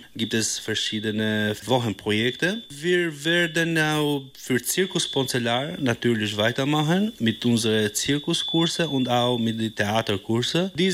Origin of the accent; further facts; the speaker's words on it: Albania; German is a second language; moved away as an adult; also born or lived in Milan, Italy; now in Krefeld, Germany; Ich komme aus Albanien. Ich habe da studiert und dann meinen Master in Mailand abgeschlossen. Und nach einer langen Erfahrung in Mailand, Italien, bin ich in Krefeld umgezogen